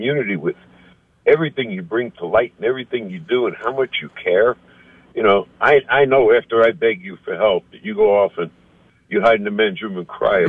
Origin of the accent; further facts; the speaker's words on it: New York City, New York, United States; now in New Mexico, United States; I came here from New York. I grew up in Brooklyn.